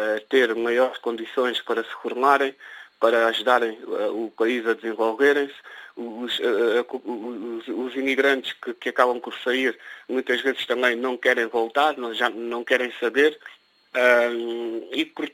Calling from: Guinea-Bissau; principalmente da Guiné-Bissau, que é o meu país de origem

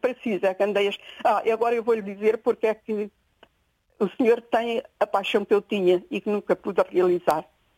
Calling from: Figueira da Foz, Centro, Portugal; desde a Figueira da Foz desejo tudo de bem a toda a gente.

